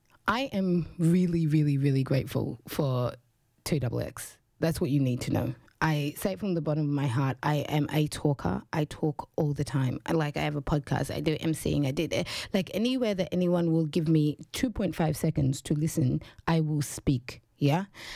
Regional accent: Uganda; also born or lived in Australia; So one of them is from my hometown. Now, when I say my hometown, I am Ugandan, Australian, and I adore, like, Ugandan music.

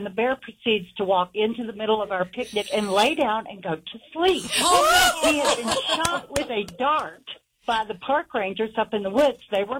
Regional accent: Tennessee, United States; now in Sevierville, United States; because I grew up there.

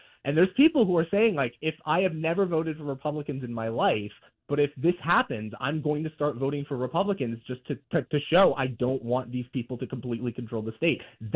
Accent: Oregon, United States; moved away; you'll never see me miss a chance to crap on my home state of Oregon.

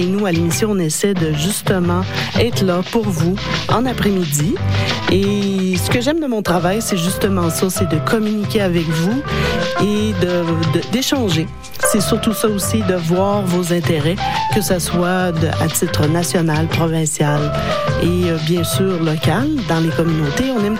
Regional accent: Sept-Îles, Quebec, Canada; moved away as an adult; now in Saskatchewan, Canada; Je suis native de Sept-Îles au Québec, sur la Côte-Nord, et j'habite en Saskatchewan maintenant depuis 26 ans.

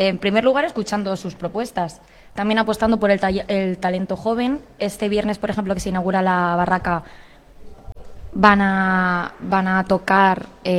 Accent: Alicante, Valencian Community, Spain; moved away as an adult; now in San Miguel de Salinas, Spain; Yo soy de Alicante.

